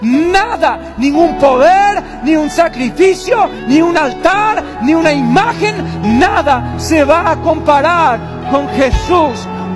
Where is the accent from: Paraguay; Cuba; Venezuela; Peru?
Paraguay; Soy paraguayo, raza guaraní. Más paraguayo que la mandioca.